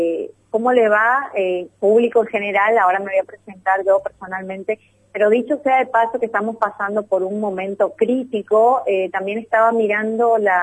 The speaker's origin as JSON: {"language": "Spanish", "country": "Argentina", "said": "Si bien todos somos argentinos, cada zona tiene un determinado tipo de insumo, un determinado tipo de fibras vegetales."}